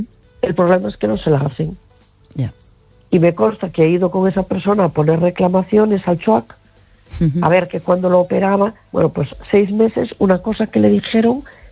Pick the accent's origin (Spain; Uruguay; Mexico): Spain; A Coruña, Galicia